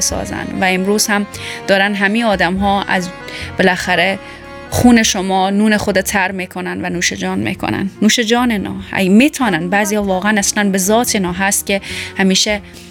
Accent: Herat, Afghanistan; چقدر اخبار تلخ از هرات داریم و متاسفانه من خودم هم هراتی هستم.

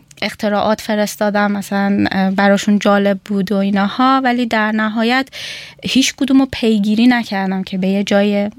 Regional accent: Iran; moved away as an adult; now in Germany; اول قرار بود که در مورد زندگیم تو ایران توضیح بدم

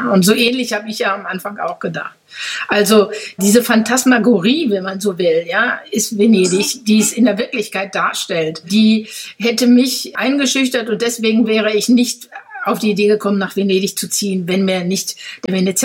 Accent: North Rhine-Westphalia, Germany; moved away as an adult; now in Venice, Italy; Ich habe selbst in meiner Heimatstadt, also in der ich aufgewachsen bin, im Ruhrgebiet, mit 19 Jahren habe ich die verlassen.

